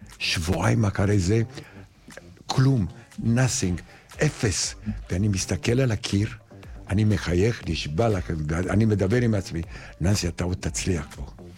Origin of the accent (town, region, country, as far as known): Romania; born or raised there; moved away as an adult; now in Israel